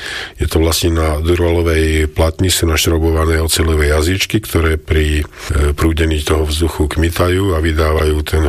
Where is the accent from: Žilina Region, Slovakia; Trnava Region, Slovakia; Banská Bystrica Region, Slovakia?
Banská Bystrica Region, Slovakia; U nás na Podpoľaní